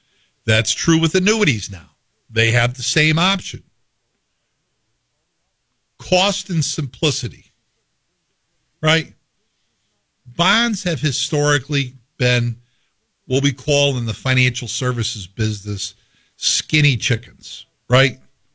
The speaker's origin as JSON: {"language": "English", "town": "Schaghticoke", "region": "New York", "country": "United States", "said": "I'm a kid from Scaticoke, New York."}